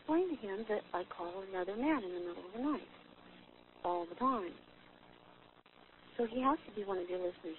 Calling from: Redding, California, United States

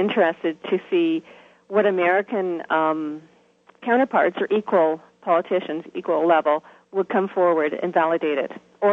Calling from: London, Ontario, Canada; I'm calling from London, Ontario, in Canada.

